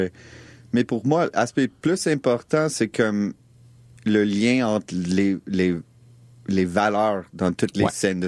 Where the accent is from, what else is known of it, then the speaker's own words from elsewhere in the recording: Montreal, Quebec, Canada; Parce que moi, j'ai grandi ici à Montréal.